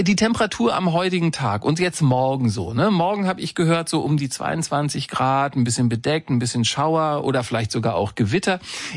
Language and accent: German; Berlin and Brandenburg, Germany; Dafür sind wir Berliner und Brandenburger bekannt.